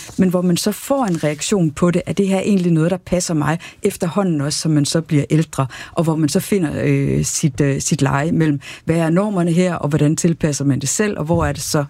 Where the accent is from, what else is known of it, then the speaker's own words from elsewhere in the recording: Aarhus, Central Denmark Region, Denmark; Jeg er opvokset i Risskov, tæt på stranden.